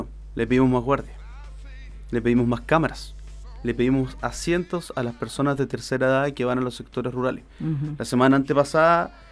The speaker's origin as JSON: {"language": "Spanish", "town": "Puerto Montt", "region": "Los Lagos", "country": "Chile", "tie": "born or raised there", "said": "Soy de Puerto Montt. Tengo 31 años, 3 hijos. Está por nacer mi tercer hijo estos días. Mi señora tiene 39 semanas. Y soy de Puerto Montt."}